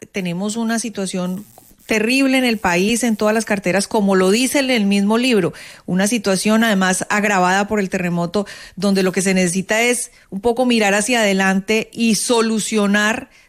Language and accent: Spanish; Colombia; hay una preocupación que me asalta a mí como colombiana.